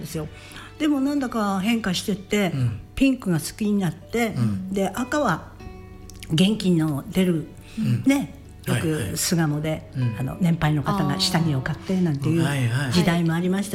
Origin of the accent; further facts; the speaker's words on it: Sapporo, Hokkaido, Japan; moved away as an adult; うちのおばあちゃんね、青森県出身なのね、うん、でお母ちゃんと私が札幌で生まれ育ったんですけれども、うん、もうすごいガチガチのやっぱり北海道人